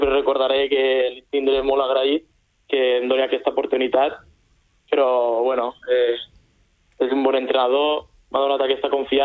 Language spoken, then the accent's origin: Catalan; Sitges, Catalonia, Spain; vaig començar al Sitges, que és l'equip del meu poble.